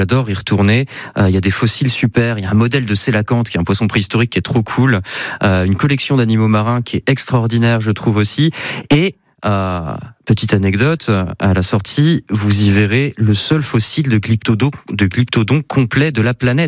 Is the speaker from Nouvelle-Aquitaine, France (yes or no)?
no; Bourgogne-Franche-Comté, France; born there; moved away; quand j'étais ado, je vivais en Franche-Comté avec ma famille